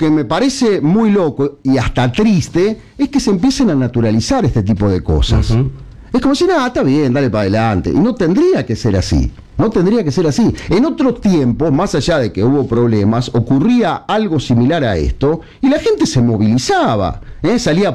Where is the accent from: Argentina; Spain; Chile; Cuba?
Argentina; lo que nos pasa como argentinos